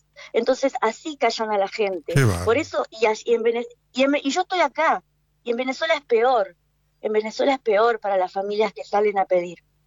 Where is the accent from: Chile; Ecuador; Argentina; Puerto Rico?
Argentina; Yo soy argentina, tengo familia, toda mi familia es argentina y nos sentimos abandonados, ¿no?